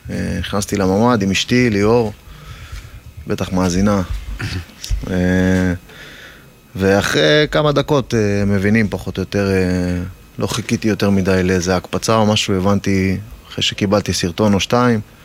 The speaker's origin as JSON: {"language": "Hebrew", "town": "Arad", "region": "Southern District", "country": "Israel", "tie": "born there", "moved": "yes", "said": "תושב אותה עיר שאני נולדתי בה, תושב ערד"}